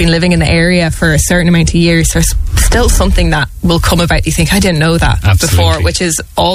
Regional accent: Ireland; I mean, it's ideal for us as Irish people

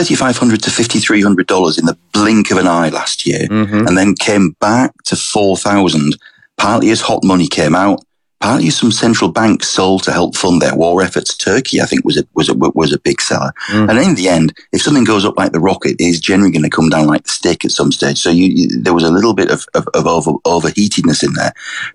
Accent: Yorkshire and the Humber, United Kingdom; now in Sussex, United Kingdom; I'm a Yorkshireman living in exile

